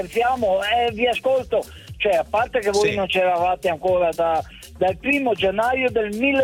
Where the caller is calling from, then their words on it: Sardinia, Italy; Io sardo.